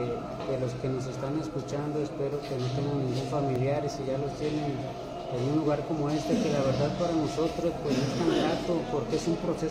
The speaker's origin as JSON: {"language": "Spanish", "region": "Tabasco", "country": "Mexico", "said": "relativamente están muy cerca de aquí, yo no conozco, pues yo vengo de Tabasco."}